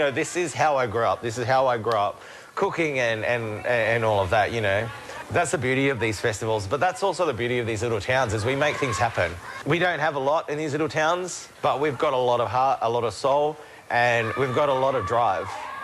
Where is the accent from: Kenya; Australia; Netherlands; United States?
Australia; Carnarvon, Western Australia; moved away as an adult; now in Victoria, Australia; So I grew up in Carnarvon. I went to school here, loved it. Absolutely beautiful place to grow up in.